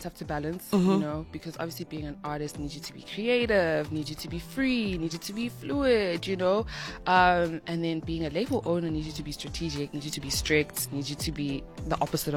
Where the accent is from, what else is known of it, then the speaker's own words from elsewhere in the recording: South Africa; I mean, I'm from South Africa, guys. This is the dance capital.